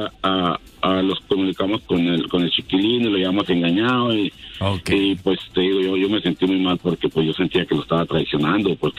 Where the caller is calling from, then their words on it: Arizona, United States; De aquí de Arizona.